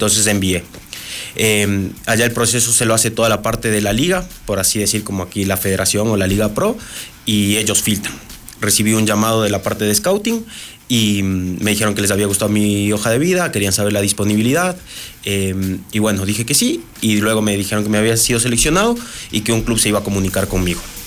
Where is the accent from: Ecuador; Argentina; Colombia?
Ecuador; Píllaro, Tungurahua; moved away as an adult; also born or lived in Quito, Ecuador; now in Doha, Qatar; Yo soy de Píllaro, viví toda mi etapa hasta el colegio allá, luego me vine a vivir acá en Quito por la universidad